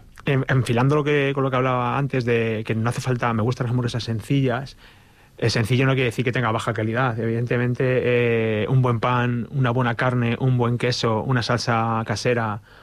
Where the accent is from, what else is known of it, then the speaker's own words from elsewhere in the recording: Malpica de Bergantiños, Galicia, Spain; moved away as an adult; also born or lived in Madrid; me vine de Madrid, viví en Madrid, me vine de Madrid para Malpica, para mi pueblo